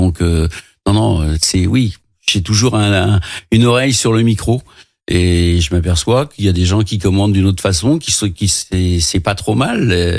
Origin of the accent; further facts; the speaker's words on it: Renazé, Pays de la Loire, France; also born or lived in Craon; je suis grand renasé, je suis originaire de Renasé, je vivais à Cran, je jouais au foot à Cran